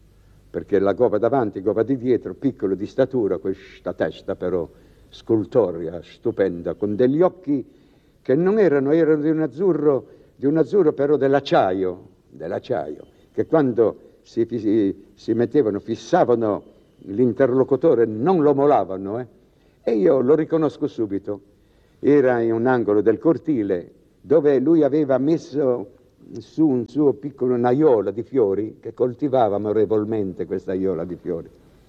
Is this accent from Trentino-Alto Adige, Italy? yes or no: no; Savona, Liguria, Italy; nella mia Savona